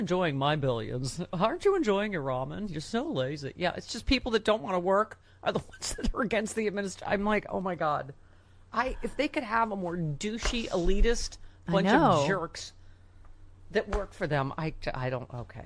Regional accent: Ontario, Canada; I grew up on Lake Ontario.

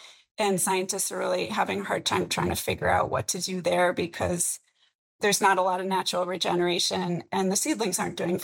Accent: British Columbia, Canada; And I grew up in British Columbia. So fire is part of my life experience.

